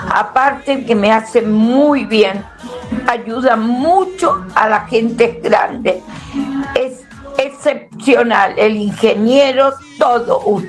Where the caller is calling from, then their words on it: Maipú, Mendoza, Argentina; de Maipú, Mendoza.